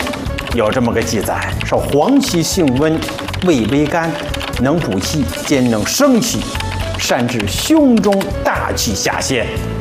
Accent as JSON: {"language": "Chinese", "region": "Shandong", "country": "China", "said": "就我们山东人叫虾地老鼠，"}